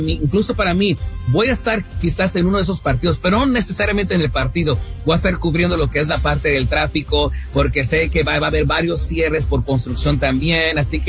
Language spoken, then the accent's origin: Spanish; Houston, Texas, United States; born there; now in Dallas, United States; yo nací en Houston, mis padres son de México, de la Ciudad de México.